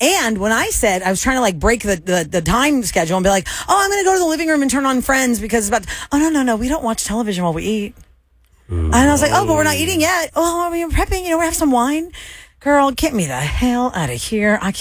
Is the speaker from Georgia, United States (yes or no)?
no; Texas, United States; And just because she was from Texas and I was from Texas, everyone wanted us to be best friends.